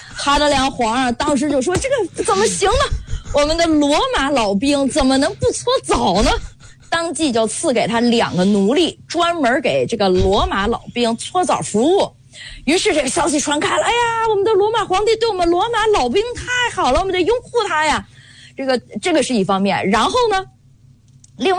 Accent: China; 我们中国人说的，来都来了

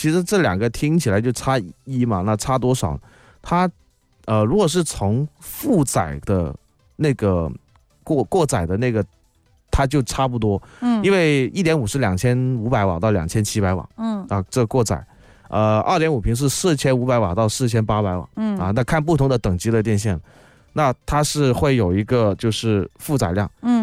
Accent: Guangdong, China; 我们广东人说啊，你未来万一在哪崴着，

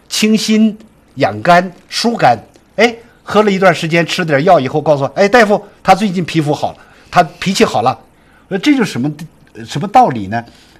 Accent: Xinjiang, China; 特别是我们新疆人呢，吃有的吃奶酪

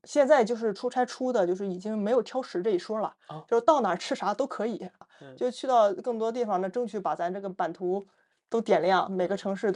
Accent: Qingdao, Shandong, China; 因为我是海边长大的嘛，我是青岛人，在海边长大

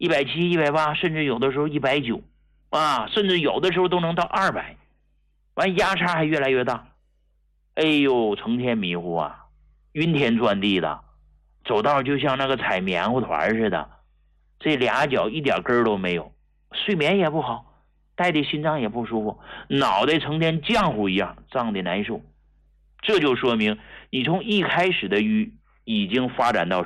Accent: Hegang, Heilongjiang, China; moved away as an adult; now in Beijing, China; 我是来自黑龙江鹤岗工农区的一个啊小村庄，我从来没有忘记过我是一农民，农村出来的那么一个平民医者。

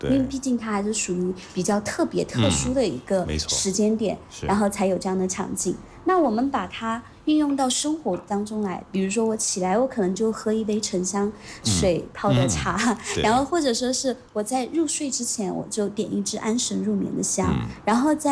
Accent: China; 我们中国

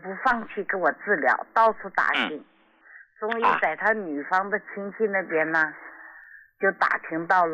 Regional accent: Shenyang, Liaoning, China; moved away as an adult; now in Fujian, China; 我老家呢，原来也是东北沈阳的，我是沈阳大东区的。

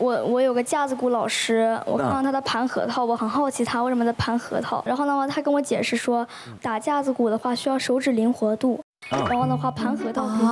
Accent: Canada; 那我是在加拿大从小到大长大，我开始唱歌的时候我就去了中国，上了很多不同的节目。除了我爷爷奶奶外公和外婆全部也是都是中国人啊。

